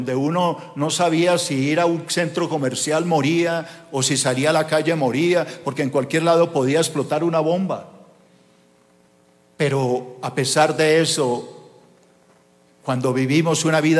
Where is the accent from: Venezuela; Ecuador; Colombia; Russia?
Colombia; born there; Desde que yo nací, he vivido en este mundo de violencia. Nacimos en Colombia, un país dividido, polarizado